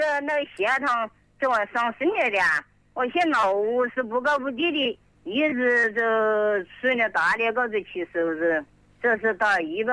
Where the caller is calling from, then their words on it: Hanchuan, Hubei, China; 我是汉城的，汉川韩集。